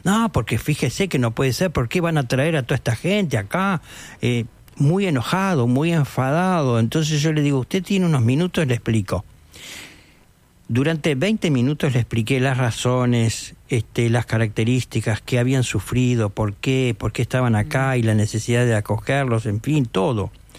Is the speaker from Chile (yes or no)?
no; Uruguay; nosotros como uruguayos y uruguayas